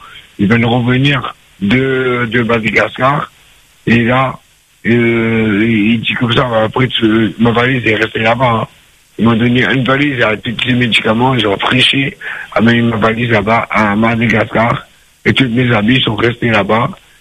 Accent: Paris, Île-de-France, France; Je suis de Paris.

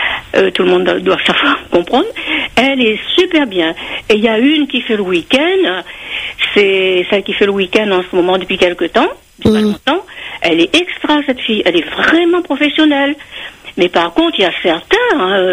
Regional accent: Réunion; born there; je suis créole, je suis née ici, je suis réunionnaise. Ma grand-mère parlait créole, mais vraiment pure et tout.

